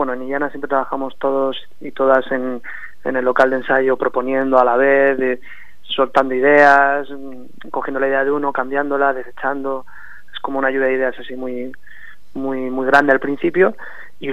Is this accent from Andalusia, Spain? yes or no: no; Logroño, La Rioja, Spain; Pero bueno, yo soy de Logroño, o sea que imagínate, no tengo mucho más que añadir.